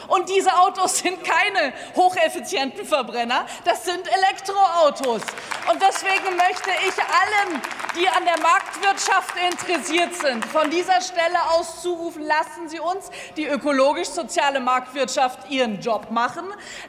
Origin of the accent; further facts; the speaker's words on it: Baden-Württemberg, Germany; Ich komme aus der Region Stuttgart.